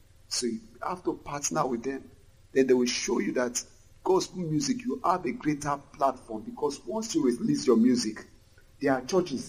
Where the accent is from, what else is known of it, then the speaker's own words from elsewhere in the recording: Lagos, Nigeria; I said, I'm an artist from Lagos. And I showed them my CD. The security man looked at it. He saw the address, Lagos